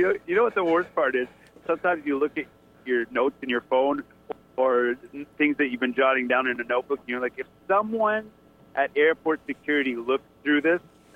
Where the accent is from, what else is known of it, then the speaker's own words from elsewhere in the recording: Canada; I'm pretty much giving my perspective as the Canadian neighbor on what's going on in the States right now